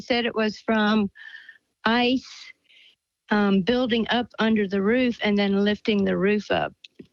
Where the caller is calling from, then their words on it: Virginia, United States; I'm calling from Warren County, Virginia.